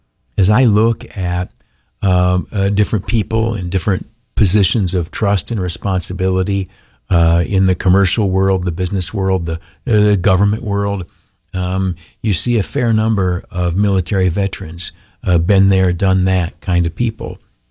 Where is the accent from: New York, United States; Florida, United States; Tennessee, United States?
New York, United States; moved away; tomorrow morning, he and I are going to go down to my hometown, Canastillo, and run the 5K down there.